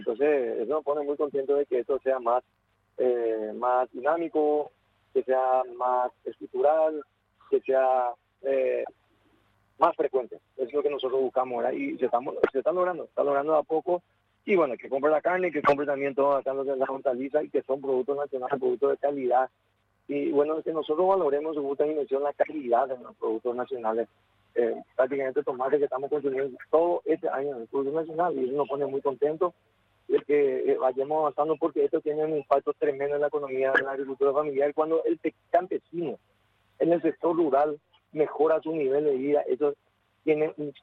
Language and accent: Spanish; Paraguay